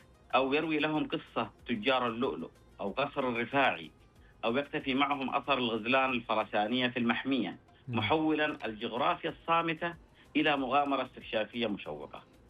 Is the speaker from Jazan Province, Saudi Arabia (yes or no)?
yes; Jazan, Jazan Province, Saudi Arabia; في القرية التراثية عندنا في جازان